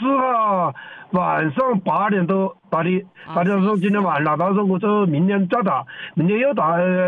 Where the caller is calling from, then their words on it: Yueyang, Hunan, China; 我们是岳阳市岳楼区。